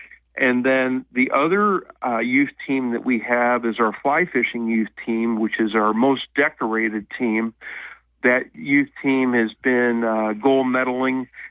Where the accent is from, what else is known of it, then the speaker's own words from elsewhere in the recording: St. Louis, Missouri, United States; moved away; I'm from St. Louis originally